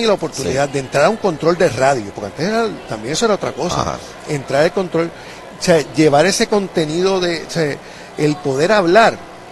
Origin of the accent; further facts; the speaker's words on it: Ponce, Puerto Rico; now in San Juan, Puerto Rico; Yo trabajaba en una emisora FM acá en San Juan. Yo soy de Ponce originalmente.